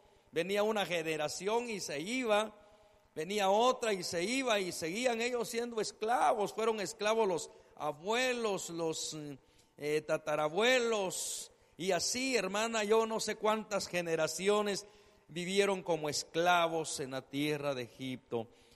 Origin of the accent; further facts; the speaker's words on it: Guatemala; como decimos acá en Guatemala